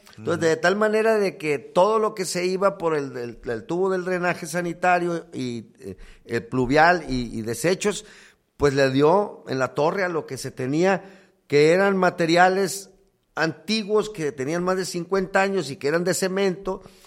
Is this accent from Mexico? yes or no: yes; Guasave, Sinaloa, Mexico; Ahí tenemos el pueblo mío, digo, donde nací en Guasave.